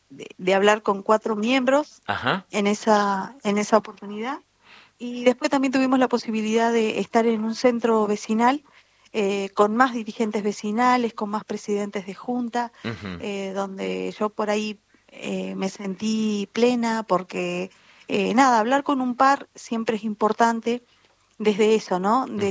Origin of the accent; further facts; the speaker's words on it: Bariloche, Río Negro, Argentina; y bueno, yo como Bariloche, soy de Bariloche, de la provincia de Río Negro también